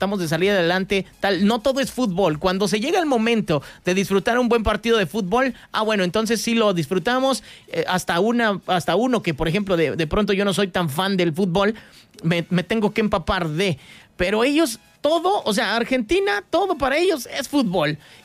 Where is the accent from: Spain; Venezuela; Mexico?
Mexico; lo primero que hacemos nosotros como mexicanos